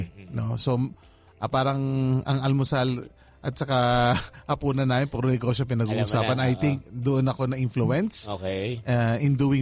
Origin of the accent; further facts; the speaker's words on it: Manila, Metro Manila, Philippines; I think I grew up sa Divisoria.